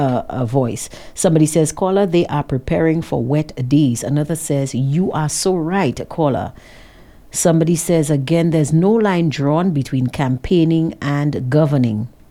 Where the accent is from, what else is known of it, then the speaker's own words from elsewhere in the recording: Castries, St. Lucia; born there; I was born in St. Lucia. I was born in St. Lucia at the Victoria Hospital.